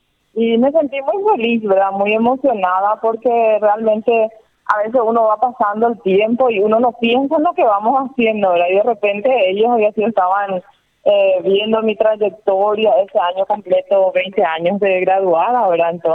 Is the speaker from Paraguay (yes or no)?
yes; Paraguay; also born or lived in Spain / Brazil; Cuando vine de España directamente con mi registro de homologación de España, conseguí entrar en el programa Más Médico, ¿verdad? En Brasil, antes de venir a Paraguay, ¿verdad? Entonces después, en el 2020 conseguí por primera vez trabajar en mi país, ¿verdad?